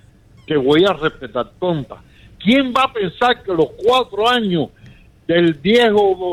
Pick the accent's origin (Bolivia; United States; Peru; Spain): United States; born there; Spanish is a second language; also born or lived in Cuba; Porque yo hablo bien el español, pero yo soy gringo de nacimiento.